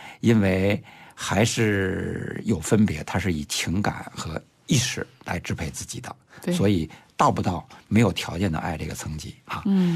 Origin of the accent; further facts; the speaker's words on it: China; 我们中国人说的风水